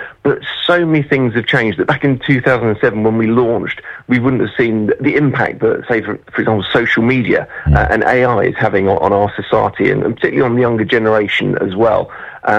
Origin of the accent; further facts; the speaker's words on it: London, United Kingdom; moved away as an adult; now in Bournemouth, Christchurch and Poole, United Kingdom; I'm a Londoner, so I've only been here since 2017